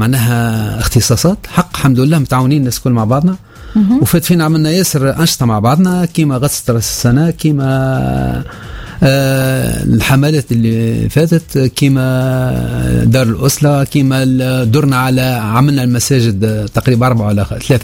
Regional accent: Tunisia; المشكلة الأساسية عندنا في تونس

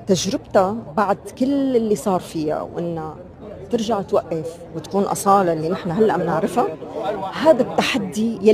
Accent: Syria; إلنا كسوريين

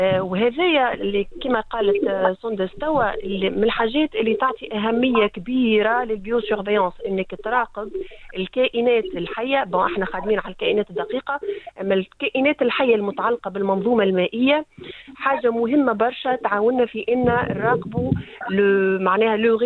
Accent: Tunisia; عندنا في تونس

